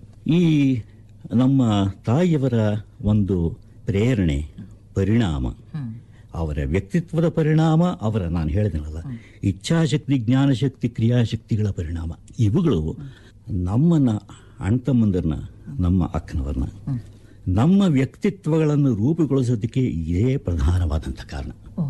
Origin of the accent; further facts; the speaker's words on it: Mysore, Karnataka, India; ನಾನು ಮೈಸೂರಿನವನೇ, ಮೈಸೂರಿನಲ್ಲಿ ಹುಟ್ಟಿದವನು ಬೆಳೆದವನು.